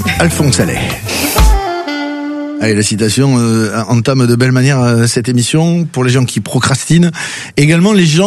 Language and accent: French; Occitanie, France; C'est du sud-ouest. Hein. Là, on dit, chez nous, au Castel Sarrazin de Toulouse